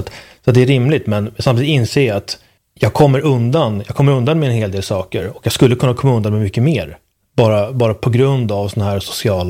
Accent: Sweden; Jag själv till exempel, jag känner ju att jag är uppvuxen i, liksom i Sverige, en väldigt svensk kontext.

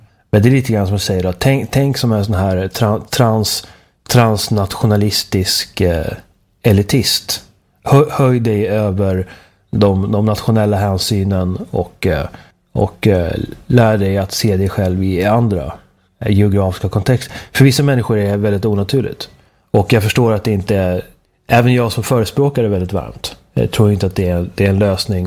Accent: Sweden

